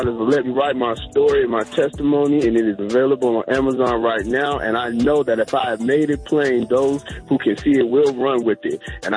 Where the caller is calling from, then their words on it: Atlanta, Georgia, United States; I'm calling from Atlanta, Georgia. Buckhead, to be exact.